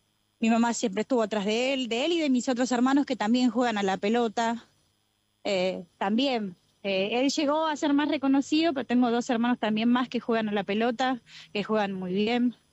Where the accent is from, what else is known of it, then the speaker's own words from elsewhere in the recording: Paraguay; como hermana, como paraguaya